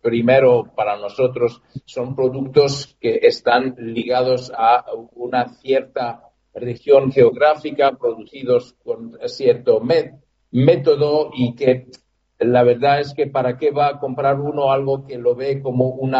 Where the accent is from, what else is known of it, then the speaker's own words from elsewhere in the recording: Greece; now in Uruguay; vengo de Grecia